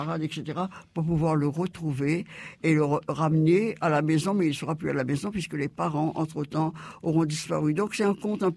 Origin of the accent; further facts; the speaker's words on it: Réunion; chez nous, à La Réunion Campus